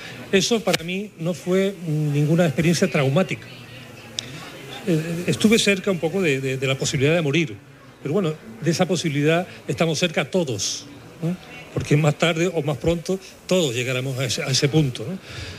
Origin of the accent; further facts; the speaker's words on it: San Cristóbal de La Laguna, Canary Islands, Spain; also born or lived in Tijoco de Abajo, Adeje; allí, naturalmente, donde yo nací, ¿no? No podía ser de otra forma. Y realmente estuve unos meses en Tijoco, ¿no? Toda mi vida la he desarrollado en La Laguna, en realidad. O sea, que me siento realmente, fundamentalmente lagunero